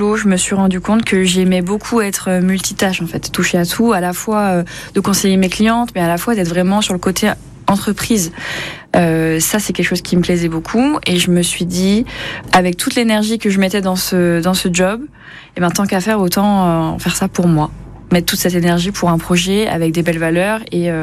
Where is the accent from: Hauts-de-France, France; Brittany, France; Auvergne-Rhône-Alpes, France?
Brittany, France; Saint-Malo; Je suis originaire de Bretagne. De Saint-Malo plus précisément.